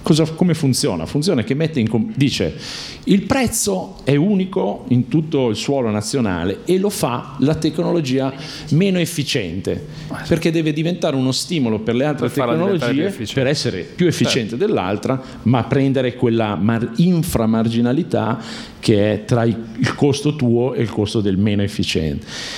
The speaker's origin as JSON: {"language": "Italian", "town": "Milan", "region": "Lombardy", "country": "Italy", "said": "ho fatto anch'io un master di sostenibilità alla scuola Mattei, non qui, ma perché sono di Milano."}